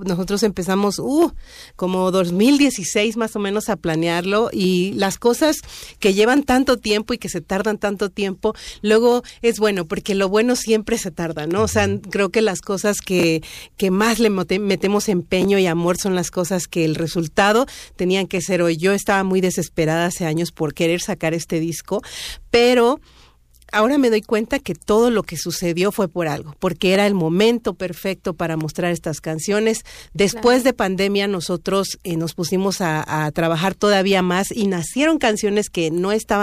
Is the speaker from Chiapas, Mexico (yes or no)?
yes; Tuxtla Gutiérrez, Chiapas, Mexico; now in Mexico City, Mexico; y yo soy del centro de la capital de Tuxtla Gutiérrez. Y bueno, nos conocimos acá, ya tenemos veintitantos años viviendo en la Ciudad de México